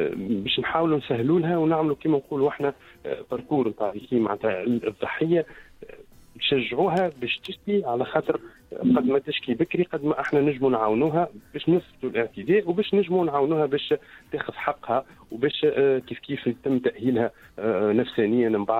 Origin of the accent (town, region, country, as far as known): Tunisia